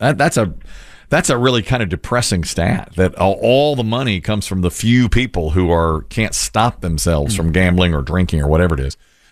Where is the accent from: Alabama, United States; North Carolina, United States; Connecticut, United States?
North Carolina, United States; Now, we're from the East Coast, North Carolina.